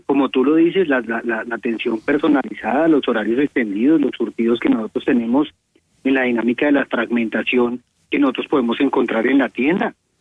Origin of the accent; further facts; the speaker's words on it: Colombia; nosotros como colombianos